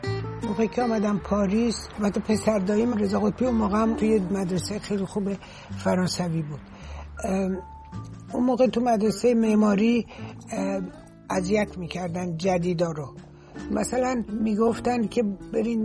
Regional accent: Iran; یه دفعه یه کسی پرسید شما از کجا هستین، من که گفتم ما ایرانی هستیم

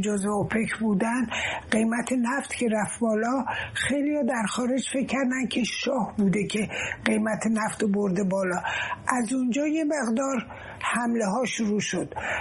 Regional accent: Iran; moved away; اینه که ایران آزاد بشه، این مهمه و اون از هر چیزی بر من مهمتره. البته اگه یه روزی بتونم پامو به وطنم بذارم، یه روز بزرگی برام خواهد بود.

